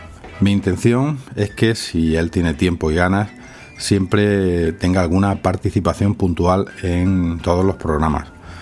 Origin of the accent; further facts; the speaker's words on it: Almería, Andalusia, Spain; Yo soy de Almería